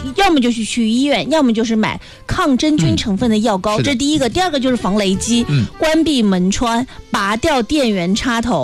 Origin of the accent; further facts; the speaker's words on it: Nanjing, Jiangsu, China; accent: Nanjing dialect; 我们南京话讲要牙